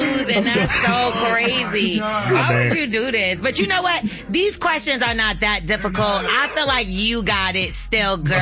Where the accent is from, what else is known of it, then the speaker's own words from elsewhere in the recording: New York City, New York, United States; but I'm from Brooklyn